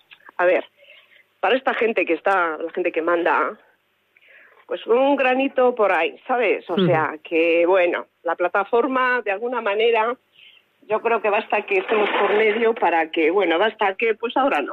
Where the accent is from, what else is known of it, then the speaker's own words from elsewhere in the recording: Zamora, Castile and León, Spain; Si nosotros somos de Zamora